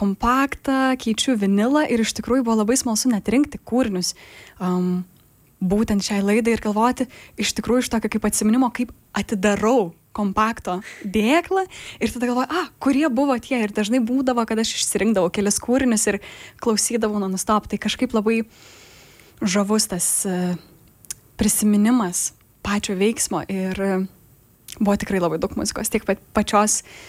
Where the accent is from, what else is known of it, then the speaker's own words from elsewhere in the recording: Vilnius, Vilnius County, Lithuania; mano vaikystė buvo Vilniuje.